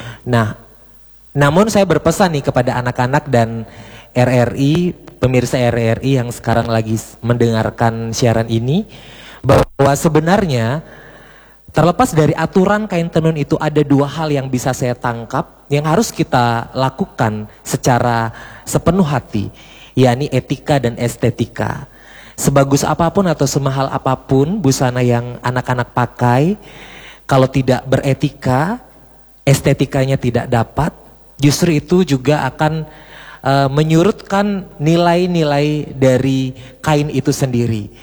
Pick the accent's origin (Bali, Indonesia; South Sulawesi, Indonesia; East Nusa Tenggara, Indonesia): Bali, Indonesia; kita sebagai warga Provinsi Bali yang taat akan aturan